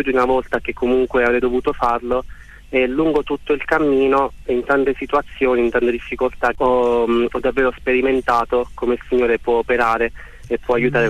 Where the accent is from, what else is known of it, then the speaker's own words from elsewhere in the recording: Apulia, Italy; now in San Nicandro Garganico, Italy; Sono originario della Puglia e vivo a San Nicandro Garganico in provincia di Foggia.